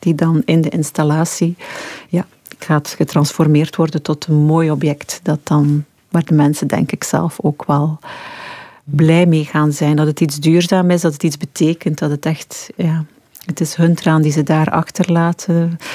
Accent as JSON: {"language": "Dutch", "region": "Flanders", "country": "Belgium", "accent": "Flemish", "said": "mijn accent gaan doen denken aan die Vlamingen die daar kwamen helpen."}